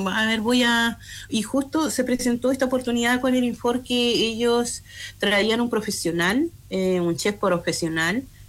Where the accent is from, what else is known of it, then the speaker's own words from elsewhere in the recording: Puerto Gaviota, Aysén, Chile; moved away as an adult; now in Puerto Cisne, Chile; yo me crecí en Puerto Gaviota. Vine cuando tenía 19 años, perdón, acá a Puerto Cisne.